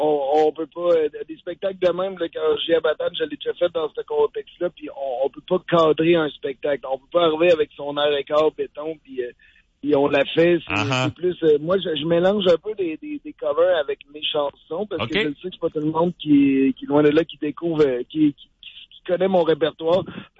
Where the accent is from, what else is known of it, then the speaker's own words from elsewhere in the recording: Quebec City, Quebec, Canada; Moi, je viens de Québec, là. Fait que je jouais à Lévis sur le bord du fleuve.